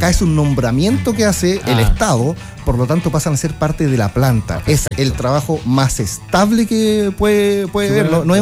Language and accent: Spanish; Los Lagos, Chile; Porque en mi caso particular, por ejemplo, yo soy de Chiloé.